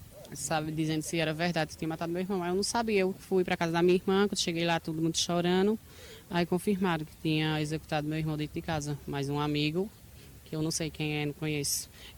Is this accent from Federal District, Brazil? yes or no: no; São Bento do Una, Pernambuco, Brazil; Nós somos natural de São Bento do Una, né?